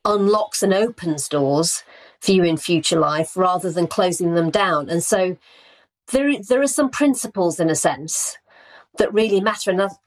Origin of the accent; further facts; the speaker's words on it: Rotherham, Yorkshire and the Humber, United Kingdom; I've always said I never met a lawyer growing up in Rotherham.